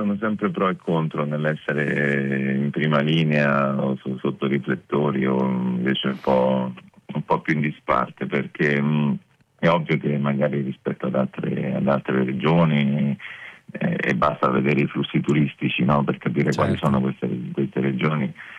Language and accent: Italian; Marche, Italy; Poi appunto vengo dalle Marche, che come poi tutte le regioni d'Italia hanno particolarità e ricchezze gastronomiche, però insomma nelle Marche abbiamo ovviamente dei piatti che sono nati e cresciuti lì